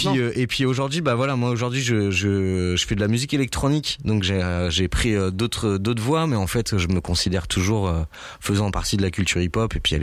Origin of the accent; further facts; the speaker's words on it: Tours, Centre-Val de Loire, France; on est tourangeaux à la base.